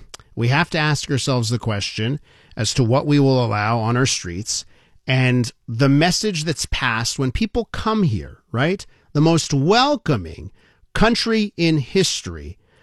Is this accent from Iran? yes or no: no; Canada; We don't want that here in Canada. We're in Canada. We're all Canadian.